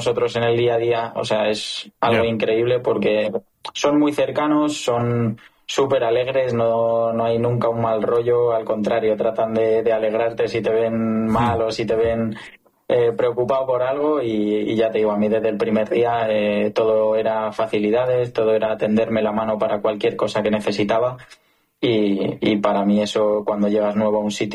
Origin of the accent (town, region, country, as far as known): Spain